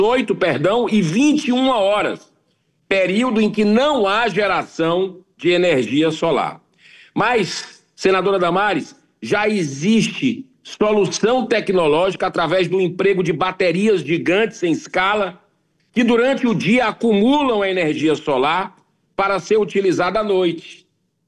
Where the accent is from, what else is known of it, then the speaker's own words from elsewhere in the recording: Ceará, Brazil; especialmente da minha terra da luz, do Ceará.